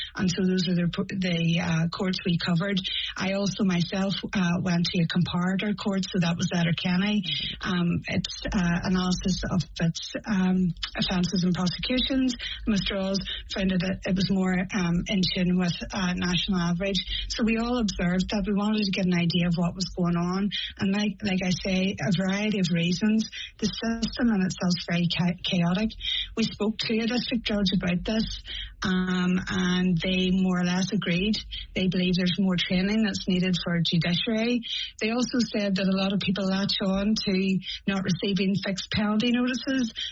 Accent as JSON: {"language": "English", "region": "Northern Ireland", "country": "United Kingdom", "moved": "as an adult", "lives_now": "Ireland", "said": "as you can hear from my accent, I'm from Northern Ireland."}